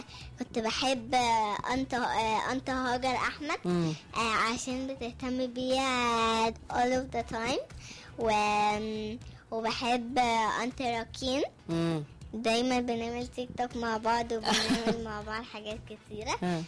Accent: Saudi Arabia; born there; في الاول ماما كانت رايحة كنا في السعودية وأنا اتولدت في السعودية

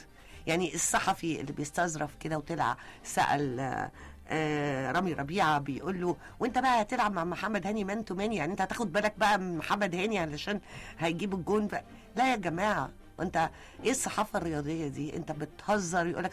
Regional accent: Egypt

